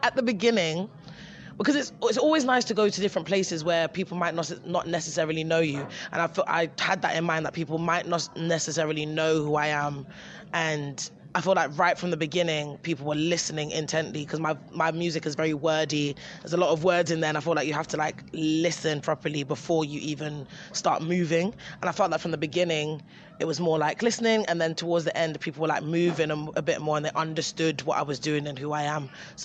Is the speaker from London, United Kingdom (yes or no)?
yes; London, United Kingdom; I'm from London, and there's many different cultures in London and different people